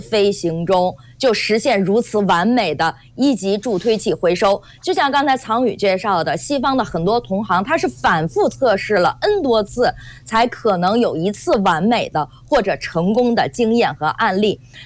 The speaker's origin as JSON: {"language": "Chinese", "country": "China", "said": "特别值得我们中国人骄傲"}